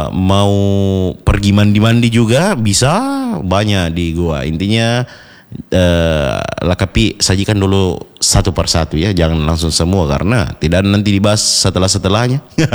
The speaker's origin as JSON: {"language": "Indonesian", "region": "South Sulawesi", "country": "Indonesia", "said": "Kalau kita orang Bugis, curu kinaseng."}